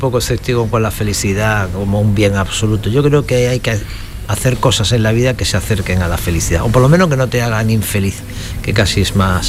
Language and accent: Spanish; La Palma del Condado, Andalusia, Spain; la palma del condado siempre estará en mi corazón, obviamente, ¿no? Ahora no vivo en la palma del condado, vivo más en la costa.